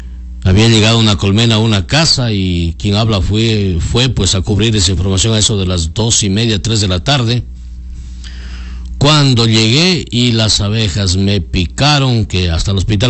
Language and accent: Spanish; Loja, Ecuador; moved away; al menos en mi tierra, Loja, se dice ponzoña, no aguja.